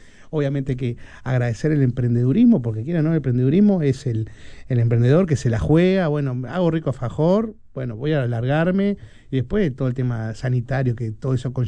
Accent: Mercedes, Soriano, Uruguay; yo soy de Mercedes

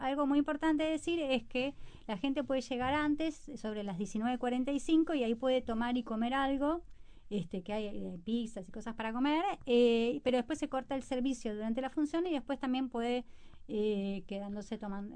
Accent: Buenos Aires, Argentina; yo me crié en Buenos Aires, y entonces en Buenos Aires aprendí a bailar tango

